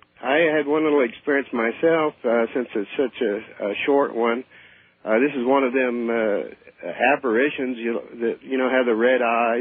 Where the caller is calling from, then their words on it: Cincinnati, Ohio, United States; … in Cincinnati.